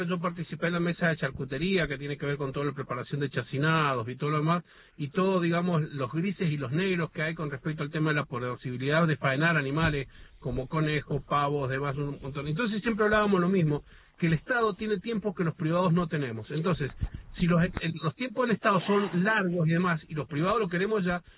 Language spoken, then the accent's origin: Spanish; Malargüe, Mendoza, Argentina